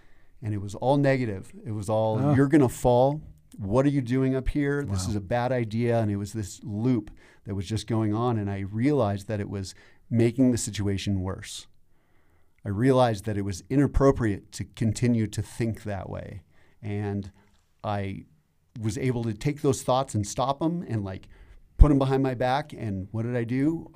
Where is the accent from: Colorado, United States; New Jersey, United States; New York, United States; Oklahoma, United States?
Colorado, United States; Arvada; I'm from Arvada, you know, born and raised here.